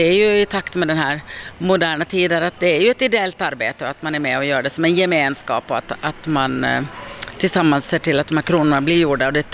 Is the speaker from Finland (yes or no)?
yes; Åland, Finland; de är kanske mer mot den finska stilen och ändå lite så här säregna som vi ålänningar kanske är.